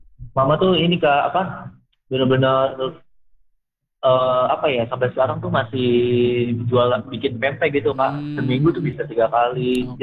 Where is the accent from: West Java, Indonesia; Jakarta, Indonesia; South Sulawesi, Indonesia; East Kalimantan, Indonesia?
West Java, Indonesia; Bekasi; born there; padahal aku sendiri pun lahirnya di Bekasi dan mama papaku orang Jawa kak